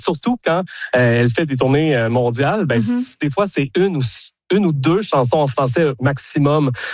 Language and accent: French; Quebec, Canada; en tant que Québécois, ben, on s'attendait à des chansons en français aussi.